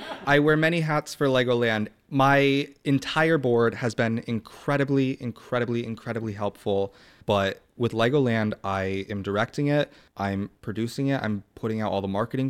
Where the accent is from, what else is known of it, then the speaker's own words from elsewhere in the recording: Springfield, Massachusetts, United States; So I've lived in the area my whole life. I grew up in Springfield.